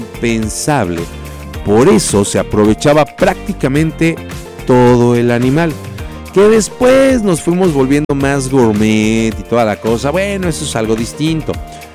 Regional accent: Tehuacán, Puebla, Mexico; Sí, mi hermano, somos de Tehuacán, Puebla

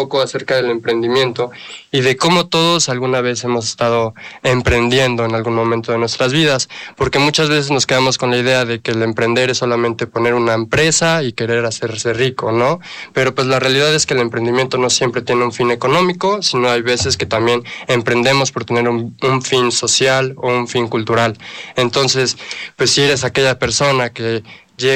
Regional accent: Mexico; como mexicanos, pues la verdad muchas personas les gusta emprender

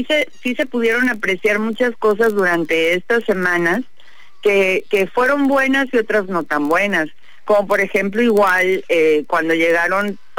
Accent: Mexico; mi equipo de mi casa, de donde yo vivo, de donde yo soy, de donde yo pertenezco.

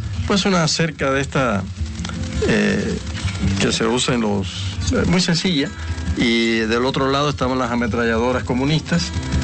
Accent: Cruces, Cienfuegos, Cuba; moved away as an adult; also born or lived in United States; now in Puebla, Mexico; yo soy de un pueblo pequeño que está entre Cienfuegos y Santa Clara, que se llama Cruces.

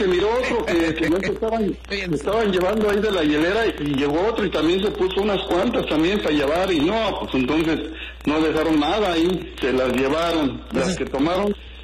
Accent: Tepatitlán, Jalisco, Mexico

